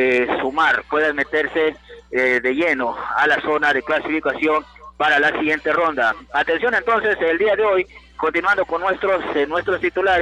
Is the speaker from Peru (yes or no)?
yes; Peru; como todo peruano, hay que apoyar a un equipo peruano que va a defender y va a sacar la cara, el pecho, por nuestro país.